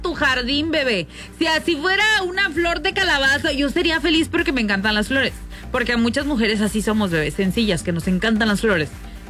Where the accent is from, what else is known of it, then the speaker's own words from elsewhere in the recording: Altamira, Tamaulipas, Mexico; Yo soy de Altamira también.